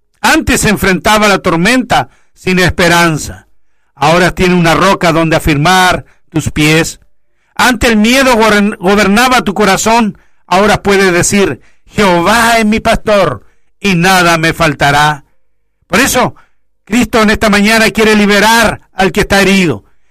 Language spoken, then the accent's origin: Spanish; Chile; porque somos chilenos.